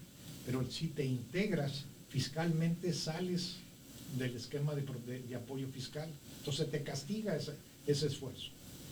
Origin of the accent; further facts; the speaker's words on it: Mexico; como mexicanos, como país, cada quien en su parcela, tenemos que actuar.